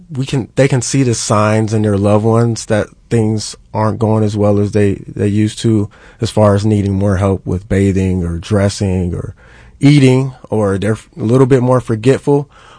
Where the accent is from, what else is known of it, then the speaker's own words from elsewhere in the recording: Akron, Ohio, United States; Yes, I'm from Akron, Ohio. Been out here for about 21 years.